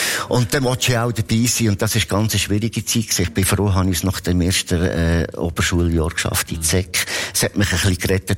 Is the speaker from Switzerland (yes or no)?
yes; Lucerne, Switzerland; moved away; Und in Bern, ich als Luzerner, habe ich nicht einmal einen Beitrag auf Mundart lesen dürfen. Ich musste einen Berndeutschkurs machen.